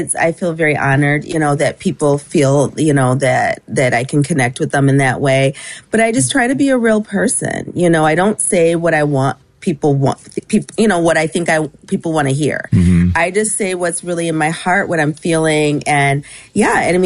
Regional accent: Troy, Michigan, United States; So I'm obviously from Troy. I've represented Troy for nearly 7 years.

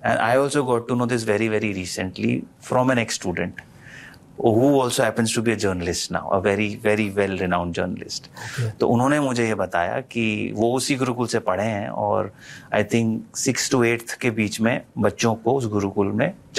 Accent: Rajasthan, India; moved away; क्योंकि मैं वहाँ से हूँ. तो वो मेरे लिए बहुत आसान था क्योंकि मैंने वो जीवन बहुत करीब से देखा है, जिया है, मैं पला बड़ा हूँ वहाँ पे.

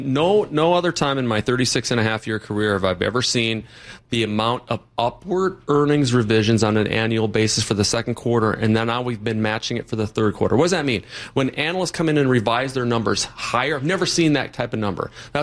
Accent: Minnesota, United States; I was born and raised in Minnesota.

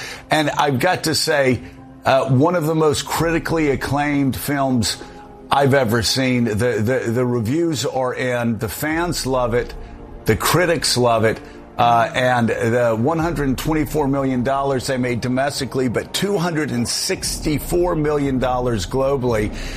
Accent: United States; Let me speak as an American.

